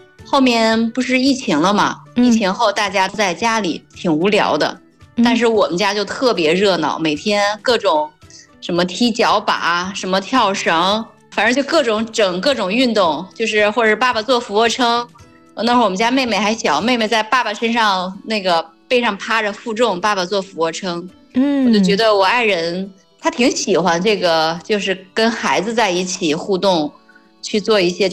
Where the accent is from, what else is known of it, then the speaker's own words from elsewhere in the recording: Shijiazhuang, Hebei, China; moved away as an adult; now in Hainan, China; 我来这个城市今年就14年了。14年前我是在河北石家庄，那是我的老家。